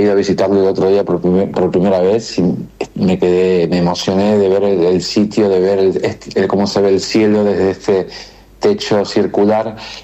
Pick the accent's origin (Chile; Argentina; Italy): Italy; Rome, Lazio; También crecí en Roma, o sea que en diferentes idiomas ha sido.